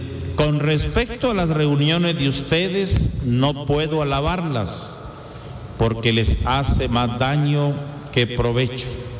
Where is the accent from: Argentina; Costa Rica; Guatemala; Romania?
Guatemala; born there; por ser guatemaltecos, por haber nacido en esta patria, uno de los países más grandes de Centroamérica